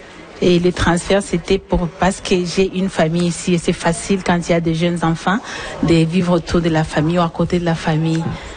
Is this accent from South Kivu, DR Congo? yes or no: yes; Bukavu, South Kivu, DR Congo; moved away as an adult; now in Canada; Non, je viens de l'Est, de Bukavu.